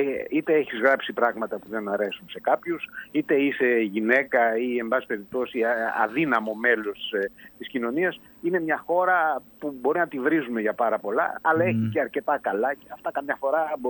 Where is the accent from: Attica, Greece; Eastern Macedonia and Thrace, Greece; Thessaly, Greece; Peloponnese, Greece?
Peloponnese, Greece; Mani; ας πούμε ότι είμαι ένας ημιεγγράμματος από τη Μάνη.